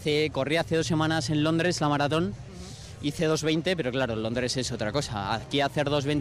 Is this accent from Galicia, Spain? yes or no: no; Vitoria, Basque Country, Spain; Yo soy de Vitoria, entonces ya me sabía un poco el recorrido